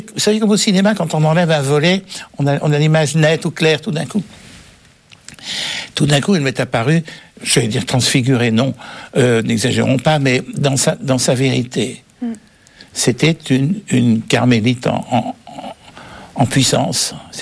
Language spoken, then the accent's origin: French; Quebec, Canada; accent: Québécois; Elle me dit parce que, à mon accent, c'est que je suis québécoise